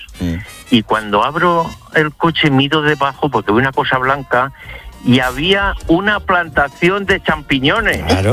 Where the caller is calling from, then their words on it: Valencia, Valencian Community, Spain; le llamo desde Valencia